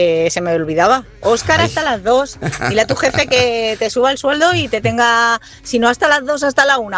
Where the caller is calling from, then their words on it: Valencia, Valencian Community, Spain; de Valencia.